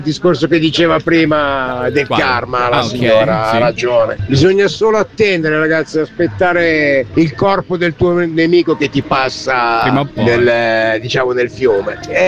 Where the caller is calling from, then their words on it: Milan, Lombardy, Italy; da Milano.